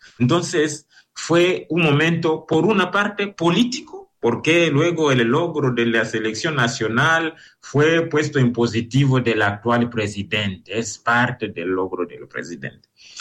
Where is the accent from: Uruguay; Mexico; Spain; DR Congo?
DR Congo; moved away; el fútbol en mi país es algo que une